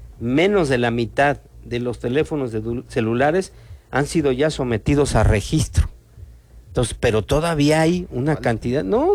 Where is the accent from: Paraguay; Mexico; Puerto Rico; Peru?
Mexico; Así somos como mexicanos